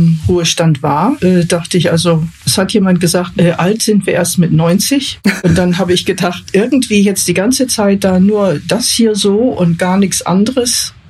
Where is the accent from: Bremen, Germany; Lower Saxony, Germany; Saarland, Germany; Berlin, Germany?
Bremen, Germany; now in Grünberg, Germany; lebe in Grünberg, welches gar nicht weit weg ist von Mücke. Ich stamme ursprünglich aus Bremen.